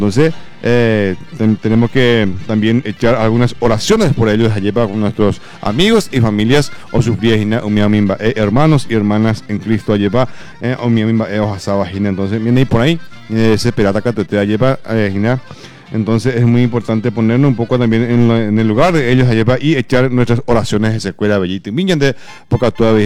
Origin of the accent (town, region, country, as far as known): Paraguay